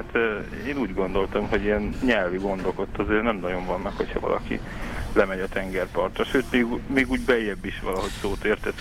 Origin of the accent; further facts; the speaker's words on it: Hungary; bevallottam, hogy magyar